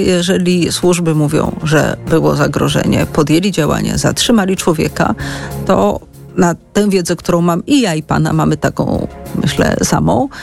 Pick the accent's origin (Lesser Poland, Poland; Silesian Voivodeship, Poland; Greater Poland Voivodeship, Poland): Lesser Poland, Poland; Kraków; z Krakowa.